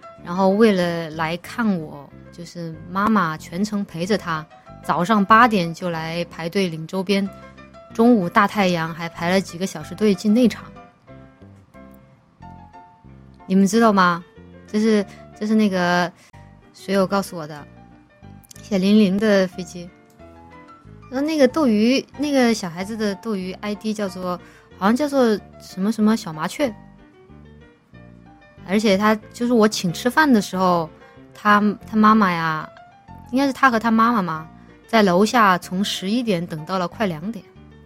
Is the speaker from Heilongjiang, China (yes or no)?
no; Chongqing, China; 我以为只有我们重庆人不会骑自行车。